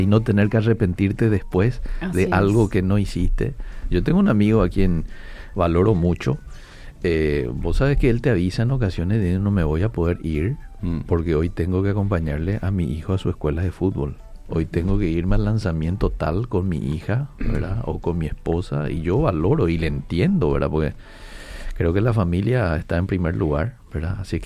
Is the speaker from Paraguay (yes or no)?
yes; Paraguay; Estamos con emoción como paraguayos